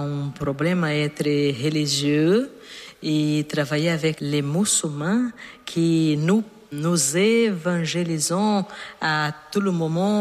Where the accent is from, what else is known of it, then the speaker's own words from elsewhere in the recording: Brazil; French is a second language; moved away as an adult; now in Paris, France; Je suis brésilienne.